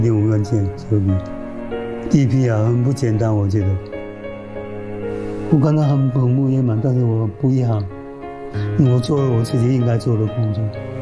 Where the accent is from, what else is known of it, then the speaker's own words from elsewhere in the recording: Chaoshan, Guangdong, China; moved away as an adult; also born or lived in Beijing / Fujian; 我虽然是潮汕人，但是我在北京念书5年，我又在福建工作这么28年